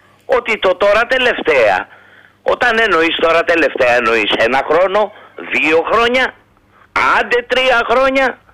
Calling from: Ilion, Attica, Greece; από Ήλιον.

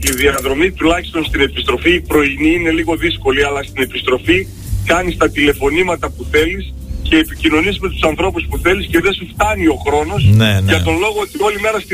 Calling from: Serres, Central Macedonia, Greece; Σέρες, μένω Σέρες. Είμαι από Σέρες και δουλεύω στη Θεσσαλονίκη.

